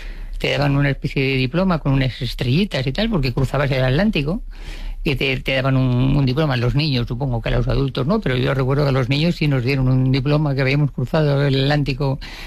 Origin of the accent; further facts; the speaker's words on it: Madrid, Community of Madrid, Spain; yo soy de Madrid, entonces no soy nacida cerca del mar.